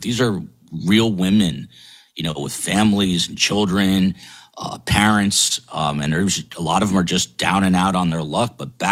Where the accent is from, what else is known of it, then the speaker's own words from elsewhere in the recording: New Jersey, United States; and I grew up in New Jersey, and I remember my parents taking me into Manhattan through the Lincoln Tunnel